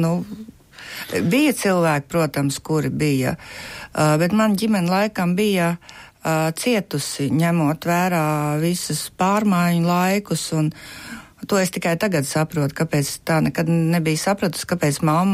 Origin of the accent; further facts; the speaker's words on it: Kuldīga, Kuldīga Municipality, Latvia; es esmu dzimusi augus Kuldīgā un arī ir tās saiknes saglabājušos